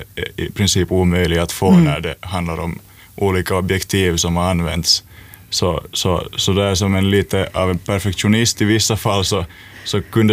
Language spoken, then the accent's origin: Swedish; Helsinki, Uusimaa, Finland; min hemstad i Helsingfors